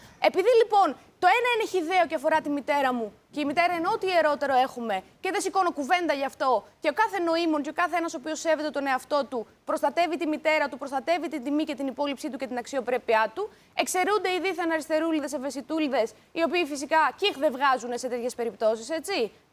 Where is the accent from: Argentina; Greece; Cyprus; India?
Greece; Eastern Macedonia and Thrace; Σίγουρα όμως θα είμαι στην πατρίδα μου στον Εύρο.